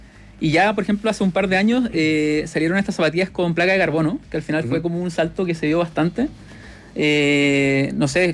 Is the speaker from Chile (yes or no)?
yes; Chile; a nivel como seleccionado chileno